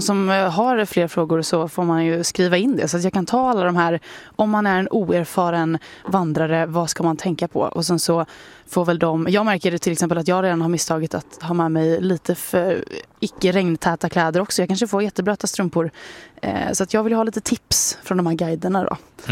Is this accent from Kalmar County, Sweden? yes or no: yes; Kalmar, Kalmar County, Sweden; jag är inte norrländsk på vägarna. Jag kommer från Kalmar.